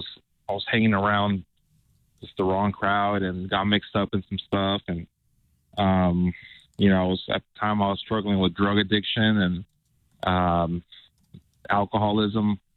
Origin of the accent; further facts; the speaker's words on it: California, United States; moved away; I had to leave my hometown. I left my hometown. I moved three states away I moved from California to Mississippi, just trying to be safe.